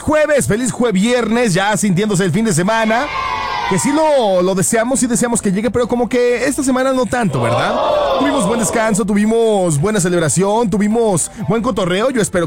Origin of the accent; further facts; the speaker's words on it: Mexico; Yo te voy a platicar de una vez por qué soy el más mexicano. … soy el más mexicano porque yo, de verdad, señores, como de picante